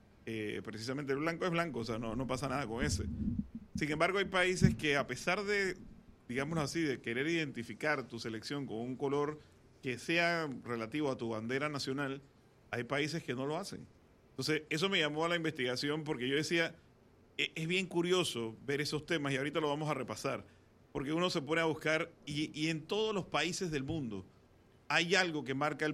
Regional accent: Panama; lo que nosotros como panameños podemos sentir identificados.

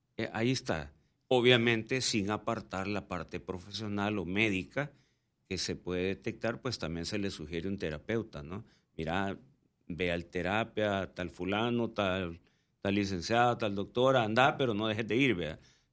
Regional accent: El Salvador; moved away as an adult; now in Panama; soy del Salvador, pero yo ya, como digo, de corazón soy C3, vea, C3 de corazón.

